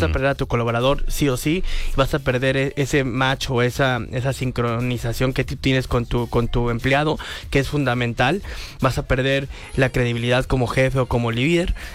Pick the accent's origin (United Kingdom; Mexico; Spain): Mexico; nosotros como los mexicanos